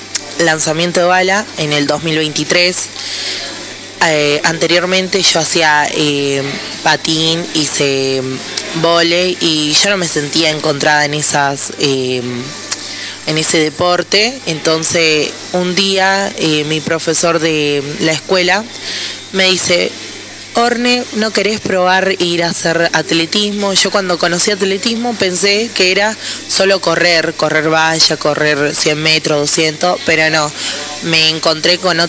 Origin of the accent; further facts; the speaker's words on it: Los Cardales, Buenos Aires Province, Argentina; yo igual soy de Exaltación de la Cruz de los Cardales.